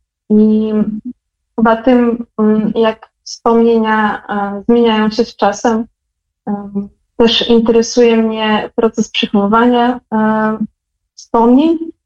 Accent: Belarus; moved away; po tym, jak dorastałam na Białorusi.

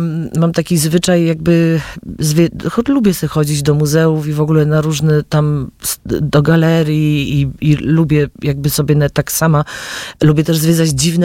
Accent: Lesser Poland, Poland; born there; now in Podlaskie, Poland; Przecież ja jestem góralką. Potem mi to mija, bardziej się identyfikuję jako podlasianka chyba już teraz

